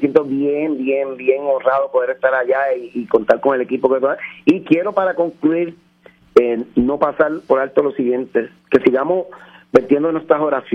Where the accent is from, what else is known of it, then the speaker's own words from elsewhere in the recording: Puerto Rico; como puertorriqueños de esta bella isla de Borinque